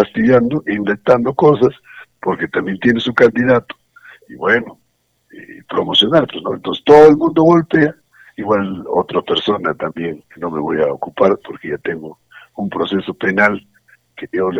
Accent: Huaraz, Ancash, Peru; toda mi tierra que me ha visto nacer, porque yo he nacido acá, he crecido acá, he estudiado acá, me he desarrollado acá, vivo acá, tengo trabajo acá

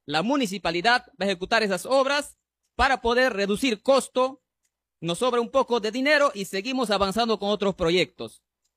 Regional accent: Pichanaki, Junín, Peru; Soy pichanaquino. Tengo más de 40 años viviendo en este sector y he visto cómo se ha desarrollado mi pueblo.

